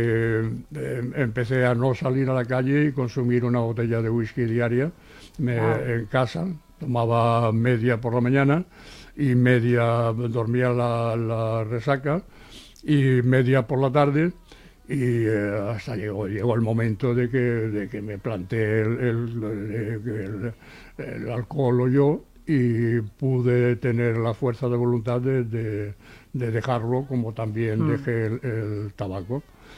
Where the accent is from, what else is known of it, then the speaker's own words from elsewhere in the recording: Seville, Andalusia, Spain; now in Barcelona, Spain; lo mismo que nosotros cuando vinimos de Sevilla.